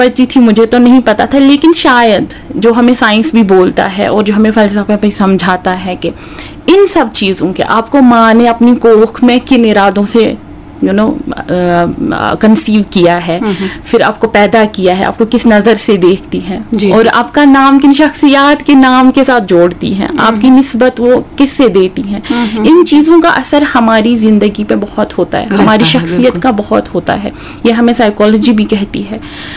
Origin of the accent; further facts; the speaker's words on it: Yaripura, Jammu and Kashmir, India; कुलगाम है, वहाँ से ताल्लुक़ रखती हूँ। वहाँ का एक छोटा सा कस्बा है यारीपुरा, जहाँ मैं पैदा हुई हूँ, पली बड़ी हूँ, और वहाँ से ही उसी कस्बे से मैंने तालीम भी हासिल की है।